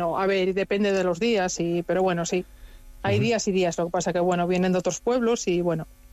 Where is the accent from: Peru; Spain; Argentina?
Spain; Asturias; Pues yo soy asturiana, o sea que el cachopo y la fabada.